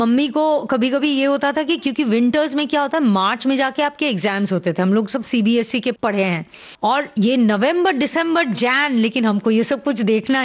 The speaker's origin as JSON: {"language": "Hindi", "region": "Delhi", "country": "India", "tie": "born or raised there", "said": "दिल्ली में उस माहौल में मैं पली बड़ी, जहाँ मंडी हाउस और जो"}